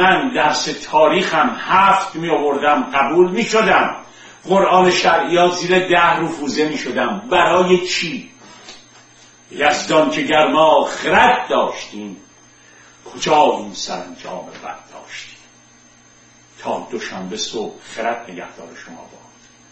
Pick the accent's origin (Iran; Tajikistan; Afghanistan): Iran; توی اون کشور بزرگ شدم.